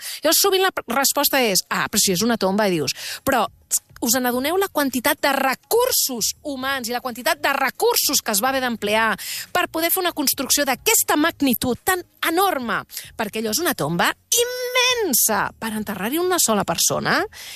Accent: Catalonia, Spain; m'obre moltes més portes dir que soc del Barça, que soc sòcia del Barça, de parlar de Catalunya o de Barcelona

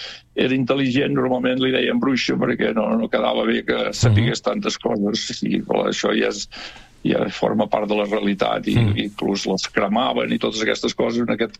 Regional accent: Sant Joan de les Abadeses, Catalonia, Spain; Vaig néixer a la Roca, soc fill de Sant Joan de les Abadeses, tu ja ho saps, però pels que no ho sàpiguen, soc fill de Sant Joan de les Abadeses.

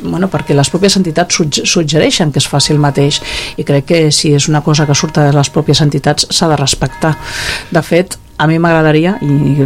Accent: Cubelles, Catalonia, Spain; Jo sempre dic que sóc de Cubelles de tota la vida, però els meus pares no ho eren

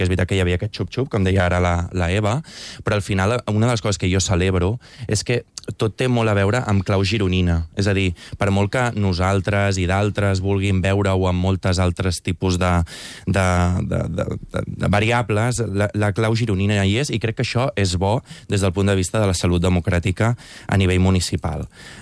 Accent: Sant Cugat del Vallès, Catalonia, Spain; jo torno a dir que sóc de Sant Cugat

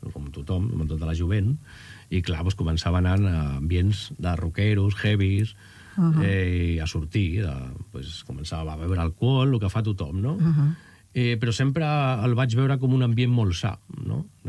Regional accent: Barcelona, Catalonia, Spain; jo vaig néixer a Barcelona.

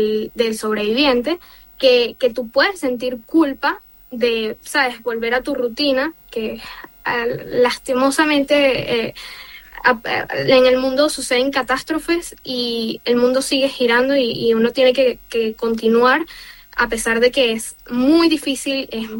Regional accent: Venezuela

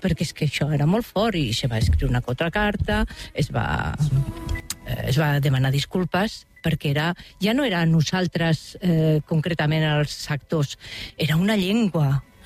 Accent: Valencian Community, Spain; jo aquí estàs la valenciana, vaig a València i sóc la catalana, perquè clar, els accents

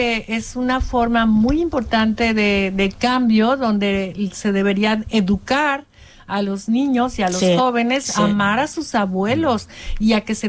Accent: Mexico; yo por ejemplo que soy mexicana, es parecido, bueno, igual en ese sentido.

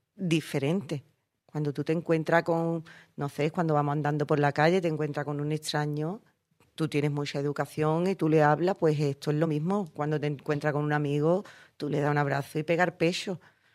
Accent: El Puerto de Santa María, Andalusia, Spain; Porque yo soy del puerto, pero yo amo a Jerez

